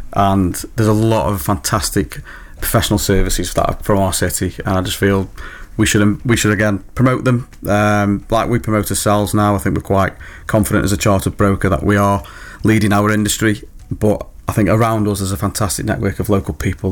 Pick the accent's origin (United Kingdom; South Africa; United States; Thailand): United Kingdom; Kidsgrove, West Midlands; accent: Stokey; I'm from Kidsgrove, Pete's from Milton, mm-hmm, just normal people. I can't hide my accent, I'm born and bred Stokey